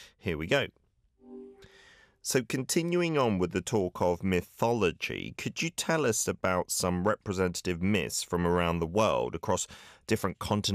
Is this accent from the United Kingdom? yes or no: yes; United Kingdom; What about anything from my home country of the UK?